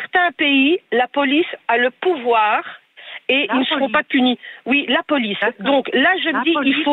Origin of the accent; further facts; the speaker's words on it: Schaerbeek, Brussels-Capital Region, Belgium; moved away as an adult; now in Wavre, Belgium; Moi, j'ai grandi à Schaerbeek.